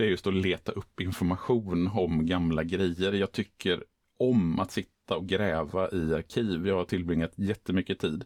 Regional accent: Borås, Västra Götaland County, Sweden; moved away as an adult; now in Gothenburg, Sweden; Jag är ju från början inte från Göteborg, utan jag är ju uppvuxen i Borås och flyttade till Göteborg när jag skulle börja plugga här i Göteborg och har nu bott i Göteborg i, ja men nu började närma sig 30 år

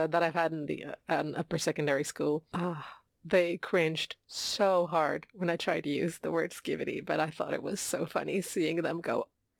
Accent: Gothenburg, Västra Götaland, Sweden; I grew up just outside of Gothenburg. basically in Gothenburg, but just on the outside.

